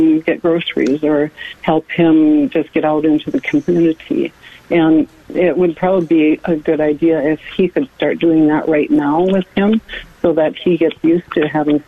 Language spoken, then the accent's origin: English; North Dakota, United States; but I'm from North Dakota, and I wasn't able to, he lives in a different town.